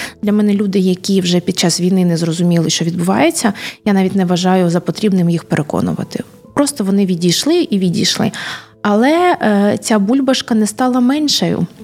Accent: Odesa, Odesa Oblast, Ukraine; Я народилася в 7-му пологовому будинку в Одесі.

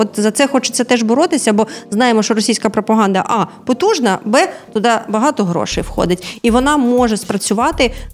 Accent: Donetsk Oblast, Ukraine; я з Донеччини.

